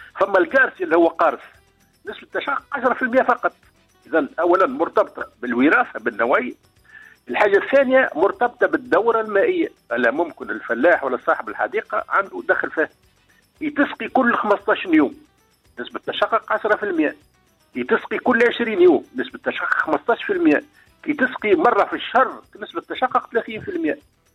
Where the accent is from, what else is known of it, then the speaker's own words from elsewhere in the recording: Tunisia; أما الأصناف اللي عندنا في تونس المعروفين برشا